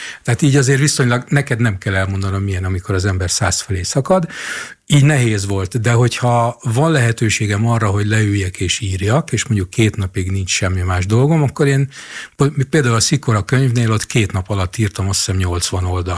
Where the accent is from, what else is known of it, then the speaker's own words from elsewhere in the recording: Jászberény, Jász-Nagykun-Szolnok, Hungary; Persze, hát én Jászberényi gyerek vagyok